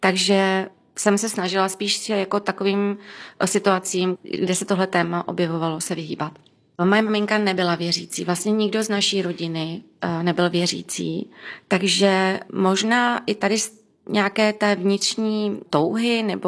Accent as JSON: {"language": "Czech", "town": "Duchcov", "region": "Ústí nad Labem Region", "country": "Czechia", "said": "blízko města, kde bydlím, já jsem z Duchcova"}